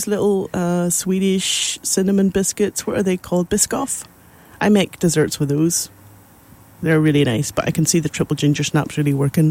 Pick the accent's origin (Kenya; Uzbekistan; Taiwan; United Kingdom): United Kingdom; Northern Ireland; now in United States; As a Brit or Northern Irish person